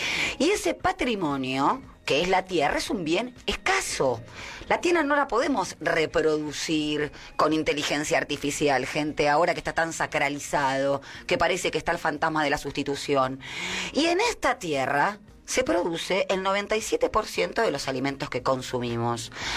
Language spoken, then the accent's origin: Spanish; Argentina; Y uno puede preguntarse como argentino